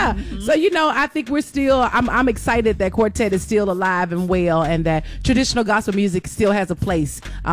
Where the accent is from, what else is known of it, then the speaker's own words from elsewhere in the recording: Memphis, Tennessee, United States; I was from Memphis, so that live in Memphis, I was a child.